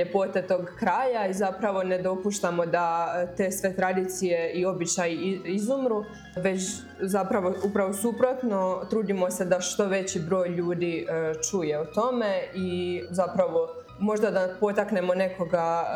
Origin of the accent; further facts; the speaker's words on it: Croatia; ta ljubav prema odvorcima, jer to je i moj rodni kraj